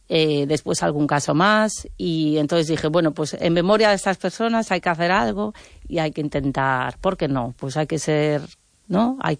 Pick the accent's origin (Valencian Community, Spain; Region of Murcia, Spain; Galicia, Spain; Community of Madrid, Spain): Galicia, Spain; Pontevedra; nací en Pontevedra y en el entorno donde yo vivía, en Campolongo, recuerdo en los años 80, siendo muy pequeña